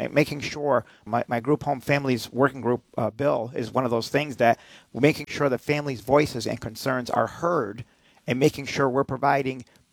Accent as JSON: {"language": "English", "town": "Rotterdam", "region": "New York", "country": "United States", "tie": "born or raised there"}